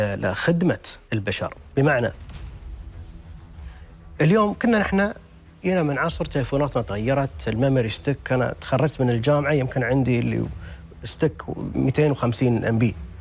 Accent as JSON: {"language": "Arabic", "country": "United Arab Emirates", "said": "نحن بعد من الإمارات"}